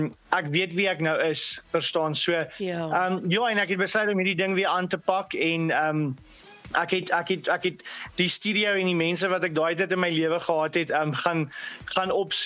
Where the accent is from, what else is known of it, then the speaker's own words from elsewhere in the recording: Barberton, Mpumalanga, South Africa; now in Meyerton, South Africa; En ja, ek het groot geword in Barberton in daai jare toe die musiek begin het. En ja, maar die wêreld getravel in Meyerton opgeëindig.